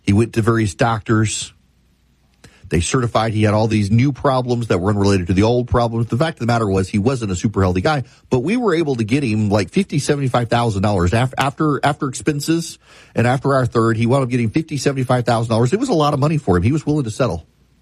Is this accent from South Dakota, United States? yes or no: no; Louisiana, United States; born or raised there